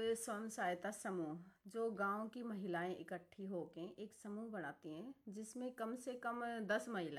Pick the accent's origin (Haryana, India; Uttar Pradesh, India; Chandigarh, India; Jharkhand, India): Haryana, India; मैं हरियाणा से हूँ